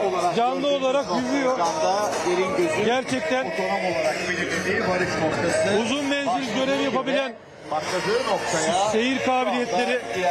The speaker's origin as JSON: {"language": "Turkish", "town": "Gölcük", "region": "Kocaeli", "country": "Turkey", "tie": "born or raised there", "said": "ben buralıyım, Gölcüklüyüm, buralarda büyüdüm."}